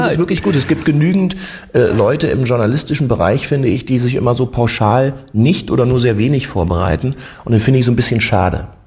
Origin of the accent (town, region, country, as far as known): Germany